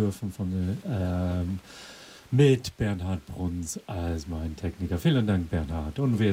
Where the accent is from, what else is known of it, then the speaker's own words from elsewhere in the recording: England, United Kingdom; German is a second language; moved away; ich bin Engländer